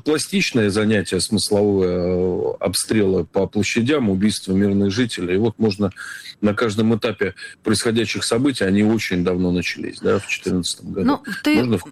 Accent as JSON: {"language": "Russian", "region": "St Petersburg", "country": "Russia", "tie": "born or raised there", "said": "те самые камыши, в которых я вырос в Петербурге, да, и в Изабе."}